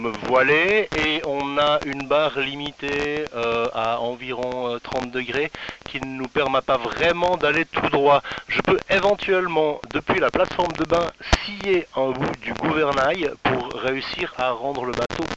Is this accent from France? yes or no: no; Switzerland; Mon port de base, c'est Saint-Brieuc. Je ne suis pas breton, je suis suisse. J'ai une connaissance limitée de la géographie de la région